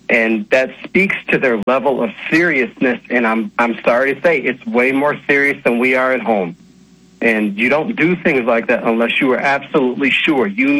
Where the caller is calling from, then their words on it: Pennsylvania, United States; from Pennsylvania.